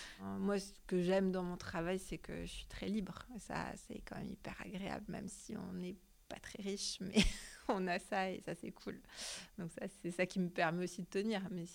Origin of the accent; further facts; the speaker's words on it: Toulouse, Occitanie, France; now in Le Havre, France; ça fait 11 ans que je suis au Havre, mais à la base, je suis de Toulouse.